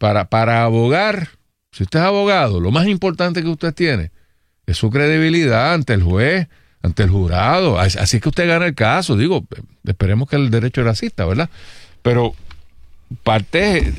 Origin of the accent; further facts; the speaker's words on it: Puerto Rico; nosotros analizamos el mundo desde el ombligo del planeta, que es Puerto Rico.